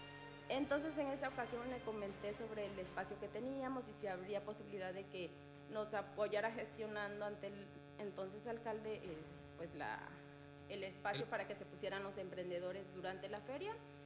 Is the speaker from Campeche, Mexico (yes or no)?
yes; Campeche, Mexico; somos de comunidades, yo soy de Chetumul y ella de Sabancuy